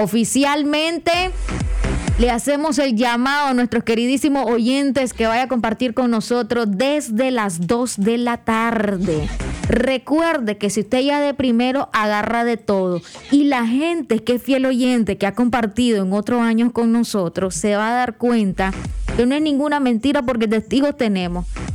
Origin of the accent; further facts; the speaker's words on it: Nicaragua; como buen nica que somos